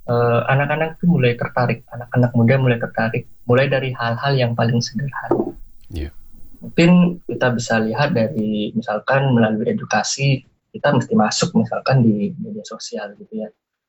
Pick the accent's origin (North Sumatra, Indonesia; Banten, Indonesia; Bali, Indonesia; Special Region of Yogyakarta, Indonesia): Bali, Indonesia; Misalkan saya orang Bali